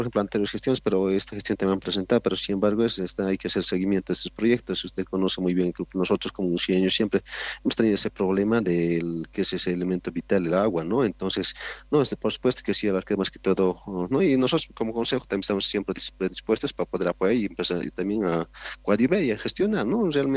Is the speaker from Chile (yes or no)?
no; Bolivia; como buenos bolivianos, celebramos este 6 de agosto un año más